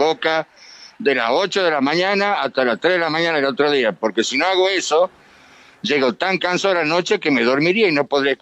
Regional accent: Tucumán, Argentina; now in Salta, Argentina; Yo soy tucumano, pero hace 54 años que vivo en Salta.

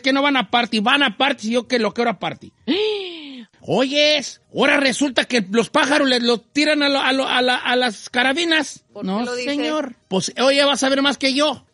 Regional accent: Michoacán, Mexico; Mala, yo soy de Michoacán.

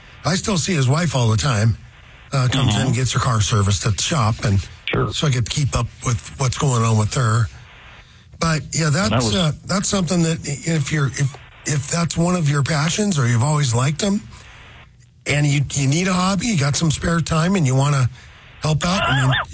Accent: Seattle, Washington, United States; I was from Ballard

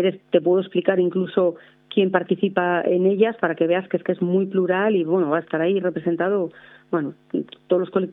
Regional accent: Santiago de Compostela, Galicia, Spain; born there; Pero que sepas que en esa hibridación nací en Santiago de Compostela en un año jubilar lebaniego.

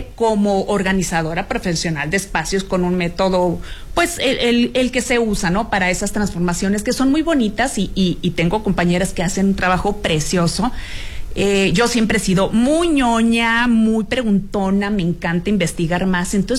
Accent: Sonora, Mexico; Norteña, a final, okay, de cuentas, norteña. Ajá. Soy de Sonora.

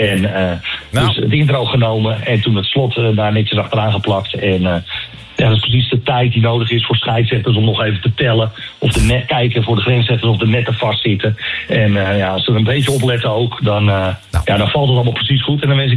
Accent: Haarlem, North Holland, Netherlands; En ik kom zelf uit Haarlem en Haarlem en Telstar, dat was altijd haat en nijd.

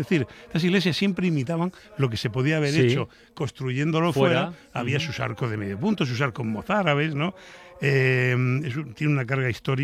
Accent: Murcia, Region of Murcia, Spain

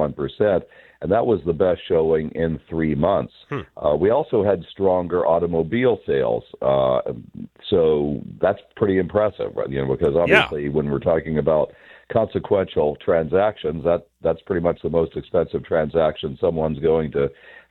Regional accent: Kansas, United States; as a kid growing up in Kansas

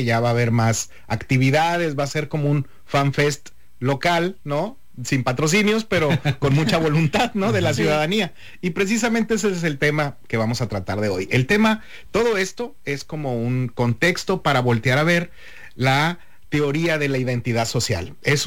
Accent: Mexico

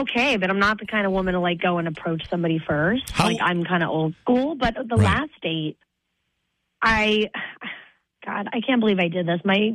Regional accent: Brooklyn, New York, United States; I'm originally from Brooklyn, and whatever.

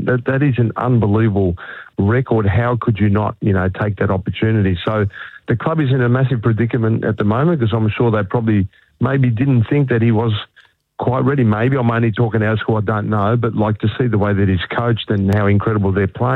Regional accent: Australia; Oh, no, Australia. I mean, I'm born and bred here. I love this country. I see myself as being Australian with, European heritage

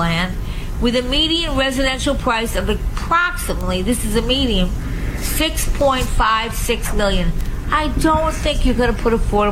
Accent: Long Island, New York, United States; You know, I was from Long Island, so it wasn't really about transportation because really, if you don't have a car on Long Island, I don't know.

